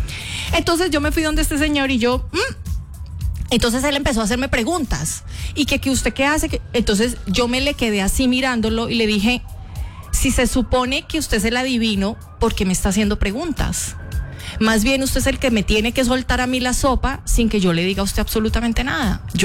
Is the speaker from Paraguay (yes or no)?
no; Colombia; ta, ta, ta, me gusta esto, vengo de Colombia, trrr, soy periodista, soy comunicadora